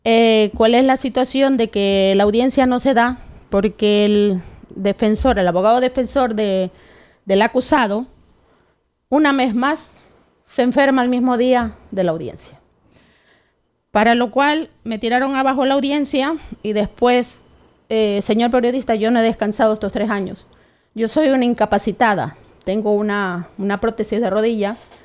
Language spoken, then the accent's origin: Spanish; Ecuador; la serie de horror que estoy viviendo aquí en mi país.